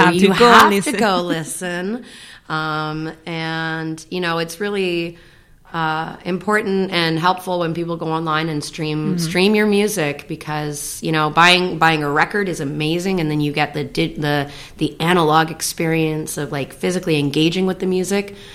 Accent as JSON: {"language": "English", "town": "Toronto", "region": "Ontario", "country": "Canada", "tie": "born or raised there", "said": "it has a shout out to my hometown of Toronto is how we say it out here, right? Toronto."}